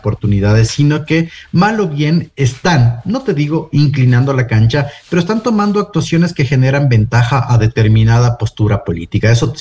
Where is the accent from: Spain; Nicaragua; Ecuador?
Ecuador; nosotros nos hemos habituado como ecuatorianos